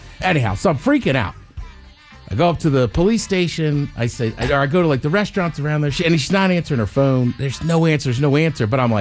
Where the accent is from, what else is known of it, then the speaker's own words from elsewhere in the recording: College Park, United States; Because I grew up in College Park, so there's like parties all over, even like the neighborhood I grew up on a Saturday night.